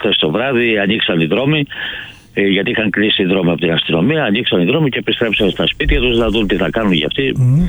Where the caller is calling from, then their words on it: Monastiraki, Central Greece, Greece; Το χωριό μου είναι το Μοναστηράκι.